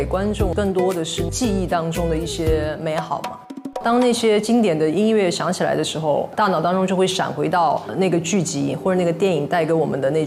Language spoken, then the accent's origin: Chinese; Chaozhou, Guangdong, China; 因为我是潮州人